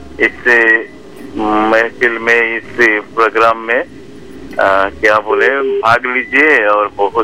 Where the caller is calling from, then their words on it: Assam, India; District है श्री भूमि, असम से तालुका से है ना।